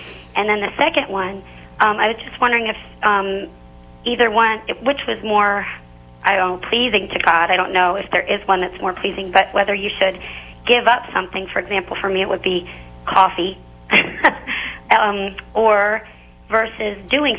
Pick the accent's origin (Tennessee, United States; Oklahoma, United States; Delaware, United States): Delaware, United States; I'm from Delaware.